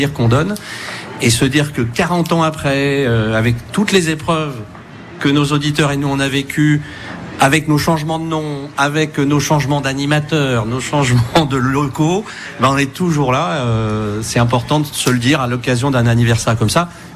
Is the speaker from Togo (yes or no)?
no; Lisieux, Normandy, France; moved away; je suis de Lisieux, originaire de Lisieux